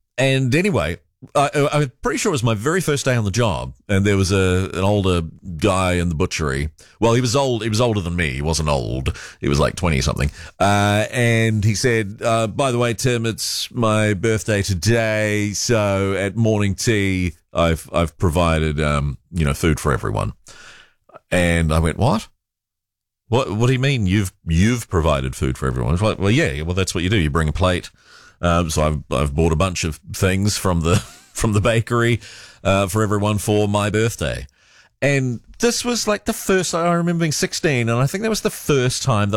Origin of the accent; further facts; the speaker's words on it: New Zealand; also born or lived in Malaysia; when we moved back to New Zealand, having lived in Malaysia, where I really, even though I was born in New Zealand, where I didn't feel especially New Zealand-like